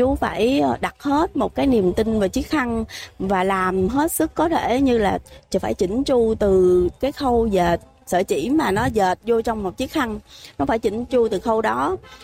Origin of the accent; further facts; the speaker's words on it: Dong Thap, Vietnam; tôi mong muốn được mọi người biết đến nhiều hơn về cái làng nghề quê tôi.